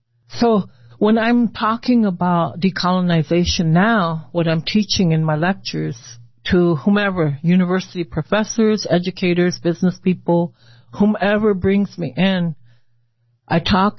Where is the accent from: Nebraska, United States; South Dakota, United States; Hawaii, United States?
Nebraska, United States; I'd always respond like, I'm from the Omaha tribe.